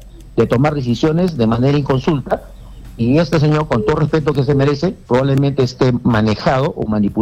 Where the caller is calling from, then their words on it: Lima, Peru; Le estoy llamando de Huaycán. ¿Ya?